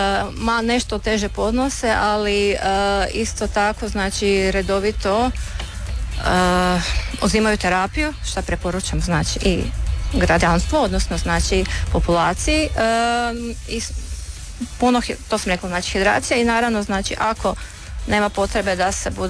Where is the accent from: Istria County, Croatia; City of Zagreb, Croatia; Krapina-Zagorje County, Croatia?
Krapina-Zagorje County, Croatia; ja sam inače Zagorka, pa je prehrana više manje slična